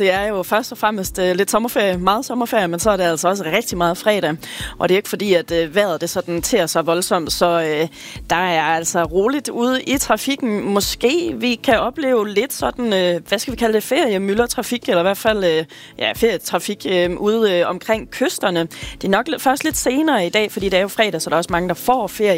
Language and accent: Danish; Skanderborg, Central Denmark Region, Denmark; nu er jeg jo så godt nok født og opvokset i Skanderborg